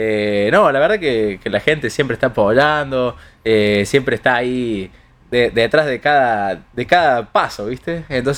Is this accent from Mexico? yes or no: no; Alta Gracia, Córdoba, Argentina; moved away as an adult; la verdad que lo extraño muchísimo Altagracia, y también extraño mucho las etapas cuando vivía acá en Altagracia.